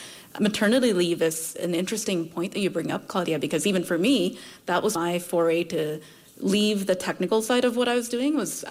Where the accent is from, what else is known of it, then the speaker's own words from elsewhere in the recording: India; also born or lived in Saudi Arabia; I was born in India, but I also was raised in Saudi Arabia.